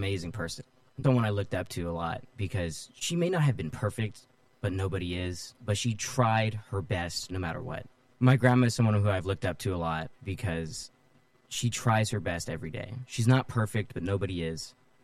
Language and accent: English; Modesto, California, United States; A little hard to explain, because despite living in Modesto, I still went to school in Keys. And then I went to school in Turlock for a little bit as well during my high school years.